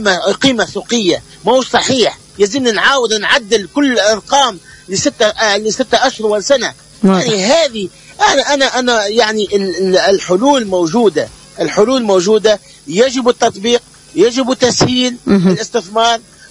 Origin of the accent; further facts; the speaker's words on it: Tunisia; moved away; انا تونسي، انا عندي بطاقه تعريف التونسيه.